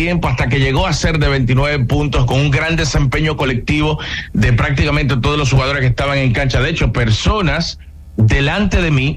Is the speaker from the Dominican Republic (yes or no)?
yes; Dominican Republic; Primera vez en la historia que un dominicano participa en este tipo de eventos